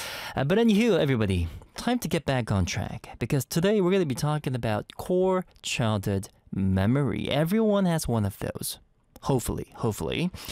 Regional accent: Canada; Growing up in Canada myself, very small family.

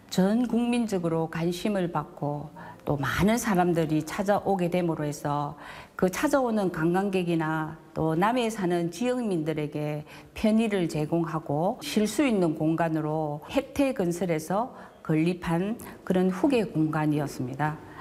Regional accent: Daegu, South Korea; 저 아주 어렸을 때는 그 대구가 고향이거든요.

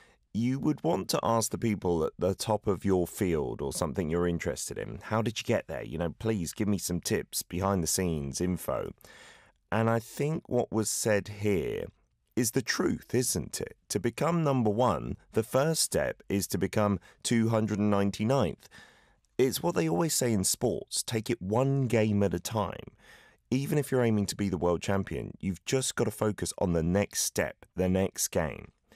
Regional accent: United Kingdom; the UK, my home country

